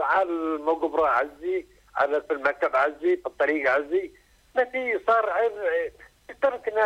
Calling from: Aqaba, Aqaba Governorate, Jordan; أنا من العقبة.

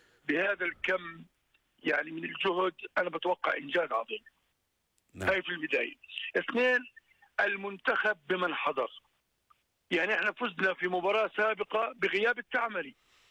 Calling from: Jordan; احنا كجمهور اردني

